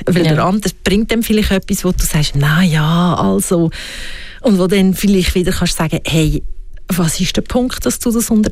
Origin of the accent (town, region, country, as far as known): Switzerland